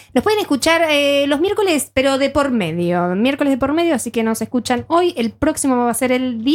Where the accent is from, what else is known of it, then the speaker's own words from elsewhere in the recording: Norway; porque julio nos lo vamos a tomar de vacaciones, como buenos noruegos que somos.